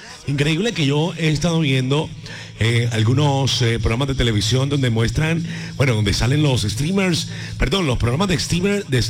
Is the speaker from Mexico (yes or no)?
no; Colombia